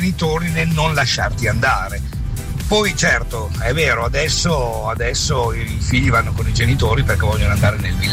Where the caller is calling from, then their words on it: Parma, Emilia-Romagna, Italy; da Parma.